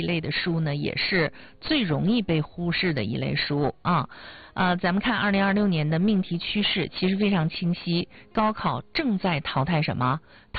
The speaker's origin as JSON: {"language": "Chinese", "country": "China", "said": "我们中国人"}